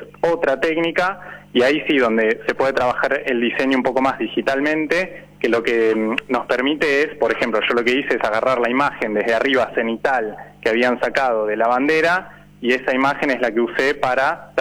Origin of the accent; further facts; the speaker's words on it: Argentina; Nosotros, obviamente, como muchos argentinos, estábamos viendo el partido acá, de hecho, en el taller.